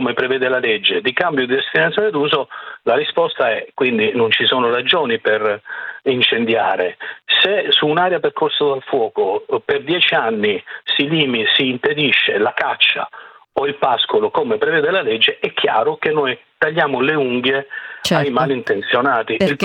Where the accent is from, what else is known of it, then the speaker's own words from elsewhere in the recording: Calabria, Italy; io lo dico anche da calabrese.